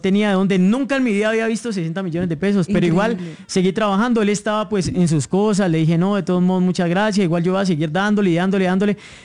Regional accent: Pitalito, Huila, Colombia; yo soy de Pitalito, Huila.

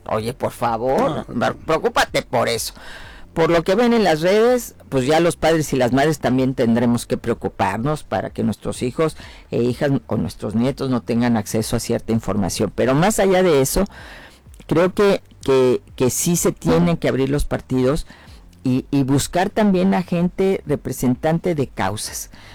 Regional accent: Mexico; nos han dividido como mexicanos

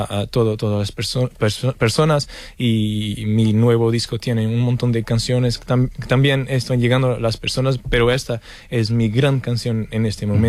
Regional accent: Portugal; moved away; soy artista que soy hoy porque salí de Portugal, salí de mi tierra.

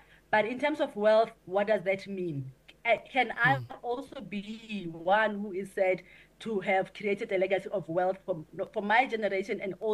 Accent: Zeerust, North West, South Africa; moved away; you move from high school, from a rural area, I'm from Zirast in the Northwest

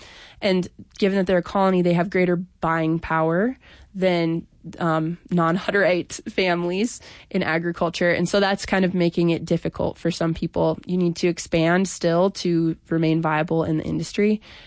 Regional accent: Montana, United States; So I think this project has enabled me to do a lot of research that's just helped me understand my hometown and the rural Montana a lot better.

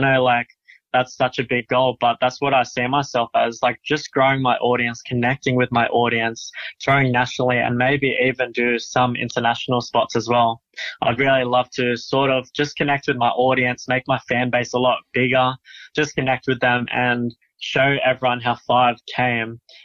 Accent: Dubbo, New South Wales, Australia; Yeah, so I'm from Wiradjuri mob, so that's down in Dubbo

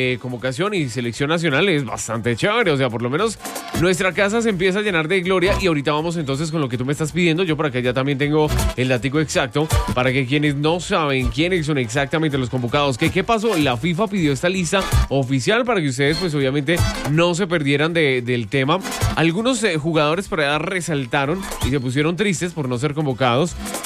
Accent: Colombia; Soy colombiano de pura raza, papá.

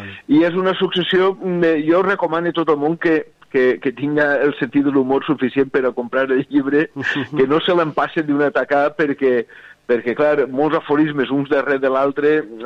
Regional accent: Alcoy, Valencian Community, Spain; moved away

